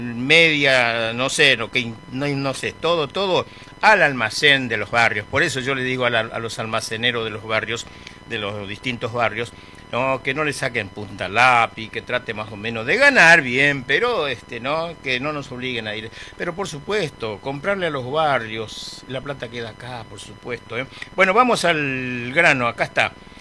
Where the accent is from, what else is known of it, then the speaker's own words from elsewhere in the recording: Buenos Aires, Argentina; born there; moved away; yo esto tengo experiencia porque viví muchos años en Buenos Aires, ¿no? Me crié en Buenos Aires.